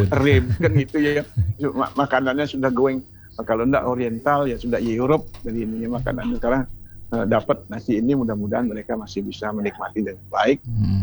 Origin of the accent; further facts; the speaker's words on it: Bangi, Indonesia; kalau seperti saya pulang ke kampung dalam satu saat, ini kampung saya di Bangi